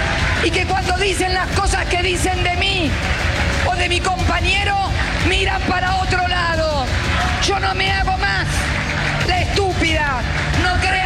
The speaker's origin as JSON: {"language": "Spanish", "country": "Argentina", "said": "Soy argentina y cuando hay otro argentino que sufre, ahí voy a estar."}